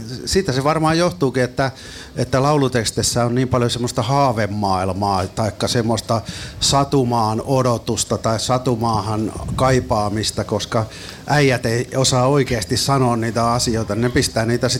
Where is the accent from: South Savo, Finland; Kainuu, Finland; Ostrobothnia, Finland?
Ostrobothnia, Finland; mäkin olen Pohjanmaalta kotoisin, niin mä oon jäyhä pohjalainen